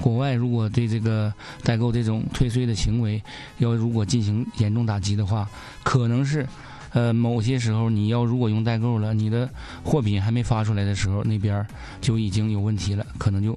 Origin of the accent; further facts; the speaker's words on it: Northeast China, China; accent: Northeastern; 用咱们东北话讲